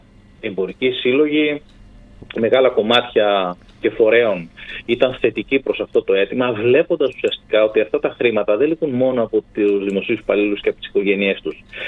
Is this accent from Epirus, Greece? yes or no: yes; Ioannina, Epirus, Greece; now in Volos, Greece; η πατρίδα μου είναι τα Γιάννενα